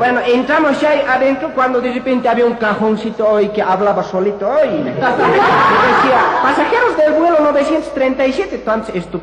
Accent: Bolivia; Como los bolivianos no tenemos mar, no sabemos nadar.

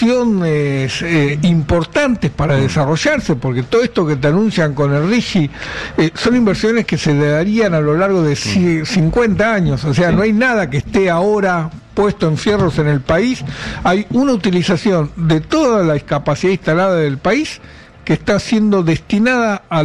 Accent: Argentina; El problema es que el mercado interno somos los argentinos.

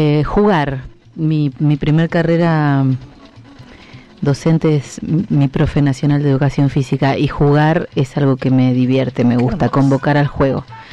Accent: Buenos Aires, Argentina; born there; moved away; Y me fui para Buenos Aires, mi provincia natal.

